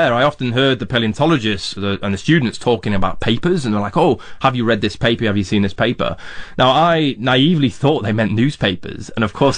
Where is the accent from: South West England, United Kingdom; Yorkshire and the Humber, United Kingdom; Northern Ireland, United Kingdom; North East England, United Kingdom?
Yorkshire and the Humber, United Kingdom; Doncaster; As a youngster growing up in Doncaster